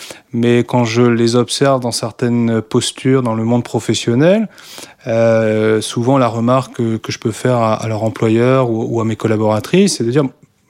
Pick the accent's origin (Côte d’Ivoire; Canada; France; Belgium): France; Plougastel-Daoulas, Brittany; moved away as an adult; also born or lived in Paris region; Donc moi, j'ai grandi à Plougastel, j'ai fait mes études secondaires sur Brest. Et à 18 ans, donc, je suis parti en région parisienne pour suivre une formation d'ingénieur chimiste.